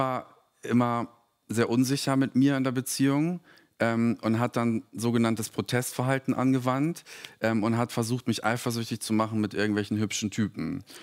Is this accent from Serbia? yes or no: yes; Serbia; German is a second language; ich komme aus Serbien. Wir sind sehr konservativ